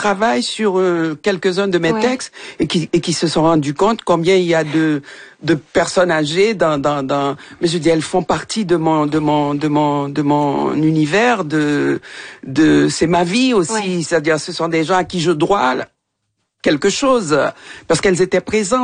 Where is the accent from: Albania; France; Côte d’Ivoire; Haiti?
Haiti; moved away; Ça fait longtemps que j'ai quitté Haïti.